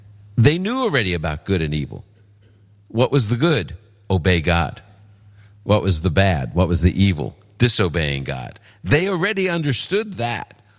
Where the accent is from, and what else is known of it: New York City, New York, United States